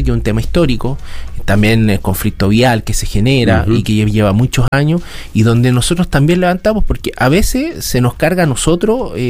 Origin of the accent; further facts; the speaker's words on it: Punitaqui, Coquimbo, Chile; also born or lived in Ovalle; Soy abellino, pero me crié en Punitaqui. Tuve unos años muy lindos en Punitaqui.